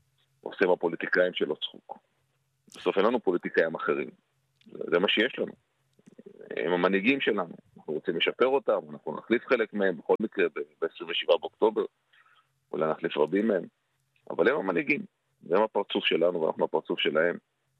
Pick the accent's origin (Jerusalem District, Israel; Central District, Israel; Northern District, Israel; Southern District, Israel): Jerusalem District, Israel; Jerusalem; בירושלים אנחנו חיים אחד עם השני, רוצים לא רוצים.